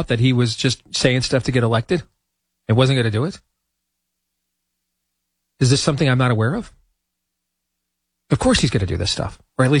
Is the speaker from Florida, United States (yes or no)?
no; Iowa, United States; like what I've witnessed in this primary cycle here in my home state of Iowa.